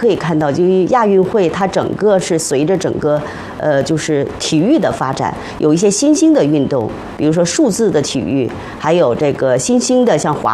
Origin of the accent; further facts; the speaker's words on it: China; 我们作为中国人都知道